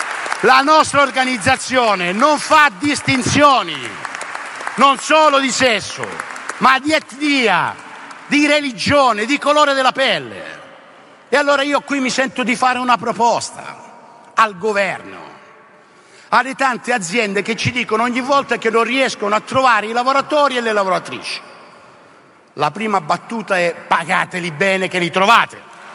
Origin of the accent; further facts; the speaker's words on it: Calabria, Italy; sapete che sono calabrese